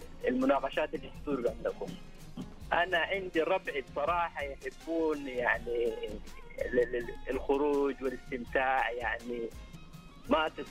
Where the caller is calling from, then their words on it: Turabah, Makkah Province, Saudi Arabia; أنا من تربة.